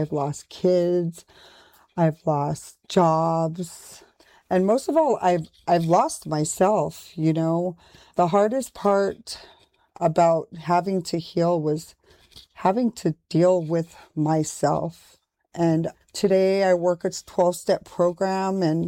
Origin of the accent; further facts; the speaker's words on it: Fairbanks, Alaska, United States; now in Anchorage, United States; I am from Fairbanks, Alaska, and I currently reside in Anchorage, Alaska.